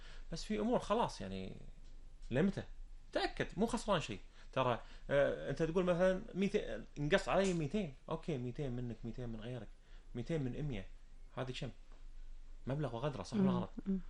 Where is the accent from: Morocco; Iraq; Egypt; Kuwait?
Kuwait; إحنا عندنا بالكويت